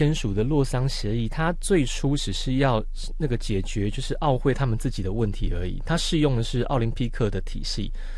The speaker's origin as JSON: {"language": "Chinese", "country": "Taiwan", "said": "我们来自台湾"}